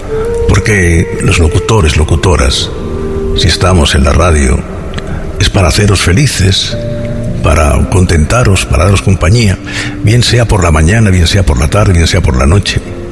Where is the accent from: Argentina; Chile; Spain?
Spain; Region of Murcia; yo soy murciano. Segundo, porque ahí, de ahí nacieron todas mis raíces.